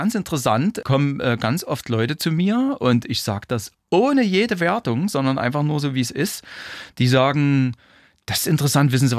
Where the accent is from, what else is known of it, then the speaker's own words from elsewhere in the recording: East Germany, Germany; Also ich war eigentlich schon gerne ein DDR-Kind und die DDR war so meine Heimat, weil ich war ja gewissermaßen auch so erzogen